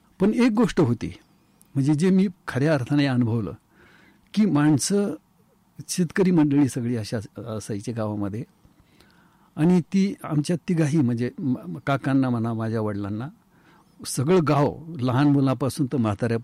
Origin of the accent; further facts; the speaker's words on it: Nighoj, Maharashtra, India; निगोज हे आमचं मूळ गाव। बरं, मग निगोजून मग वडझिऱ्याला गेलो।